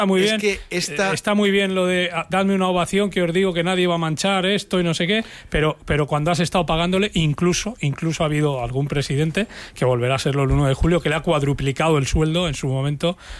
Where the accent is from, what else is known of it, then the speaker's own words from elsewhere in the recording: Barcelona, Catalonia, Spain; Yo desde que tengo uso de razón, creo que la gente lo sabe, yo soy barcelonés, soy catalán.